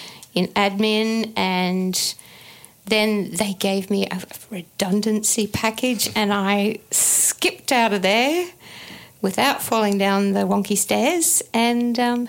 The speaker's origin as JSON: {"language": "English", "region": "Queensland", "country": "Australia", "tie": "born or raised there", "moved": "yes", "lives_now": "Adelaide, Australia", "said": "I grew up in Far North Queensland, lovingly known as FNQ. Or FNQ. Yeah. And so we came down to Adelaide in 96 on a bit of a whim, really, but we've stayed here"}